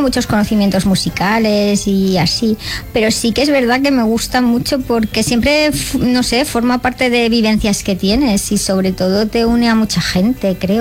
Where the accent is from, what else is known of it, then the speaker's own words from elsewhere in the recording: Alcubierre, Aragon, Spain; moved away; llegan emigrantes a mi pueblo.